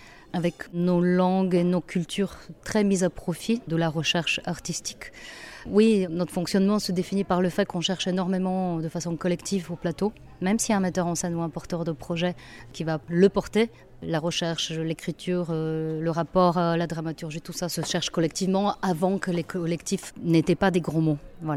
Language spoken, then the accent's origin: French; Bulgaria; moved away; j'ai mis le plateau sur une scène de théâtre en Bulgarie, dans ma ville natale